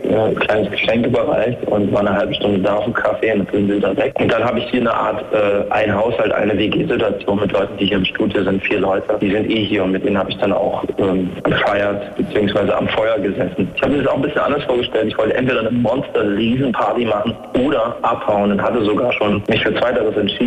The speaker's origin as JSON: {"language": "German", "town": "Erfurt", "region": "Thuringia", "country": "Germany", "tie": "born or raised there", "said": "bleibe ich denn jetzt in meiner Heimatstadt Erfurt, gehe ich nochmal raus"}